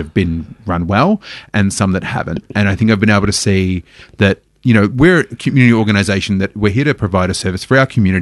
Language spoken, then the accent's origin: English; Perth, Western Australia, Australia; I'm originally from Perth.